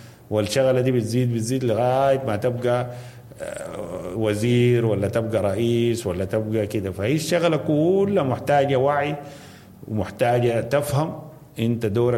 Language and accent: Arabic; Sudan; انا كسوداني